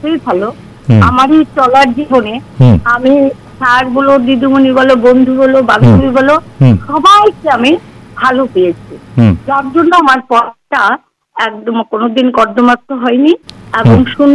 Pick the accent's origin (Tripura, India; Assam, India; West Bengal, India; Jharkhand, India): Tripura, India; Agartala; আমি আগরতলার এই মেয়ে, আমার বাড়ি রামনগর 3 নম্বর। … যার ওরসে আমি জন্মেছি।